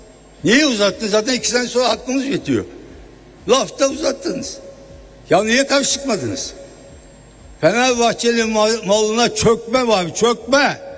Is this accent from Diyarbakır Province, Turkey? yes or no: yes; Diyarbakır Province, Turkey; born there; Ben Diyarbakır ve Erkan Ali kasasında doğdum.